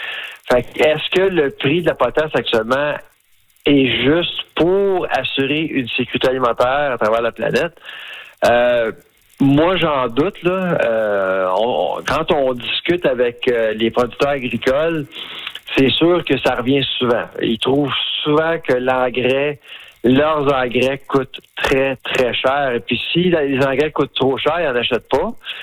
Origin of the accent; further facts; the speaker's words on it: Saskatchewan, Canada; que ce soit chez nous, en Saskatchewan